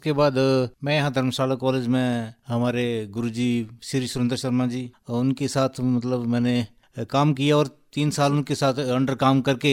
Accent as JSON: {"language": "Hindi", "area": "Kangra", "region": "Himachal Pradesh", "country": "India", "said": "मैं कांगड़ा प्रॉपर बाजार शहर के साथ, मेरा एक छोटा सा गांव है रिलेशन के साथ, वहां से मैं बिलोंग करता हूँ।"}